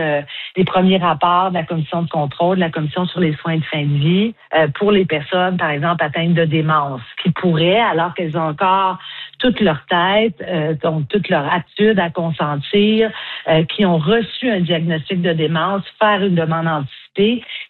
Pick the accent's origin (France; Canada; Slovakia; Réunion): Canada; Quebec; alors que chez nous, au Québec, par exemple, la population était moins en faveur d'accorder l'aide médicale à mourir